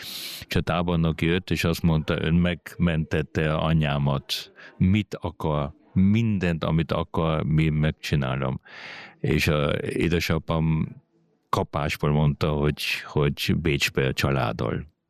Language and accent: Hungarian; Vienna, Austria; first language Hungarian; Mi csak otthon csak magyarul beszéltünk, és egy bécsi iskolákba mentem, azért ott a családban nagyon fontos volt, hogy tanultam is magyarul